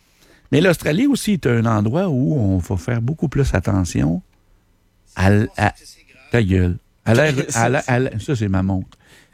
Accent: Quebec, Canada; Bon, je sais qu'on est Québécois.

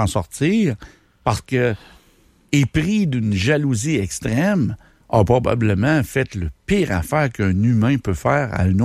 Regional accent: Quebec, Canada; Bon, je sais qu'on est Québécois.

